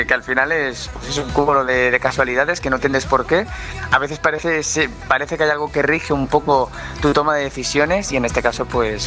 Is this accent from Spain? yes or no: yes; Valencian Community, Spain; soy un músico valenciano